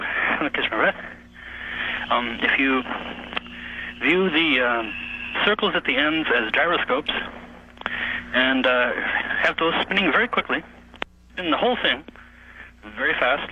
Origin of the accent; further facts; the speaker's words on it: Minnesota, United States; accent: Canadian; now in Arcata, California, United States; I'm originally from Minnesota.